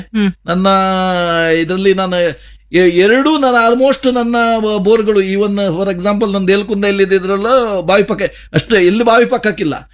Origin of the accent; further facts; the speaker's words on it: Kundapura, Karnataka, India; accent: Kundapura Kannada; ಇದು ನಮ್ಮ ಕುಂದಾಪುರ ಭಾಷೆ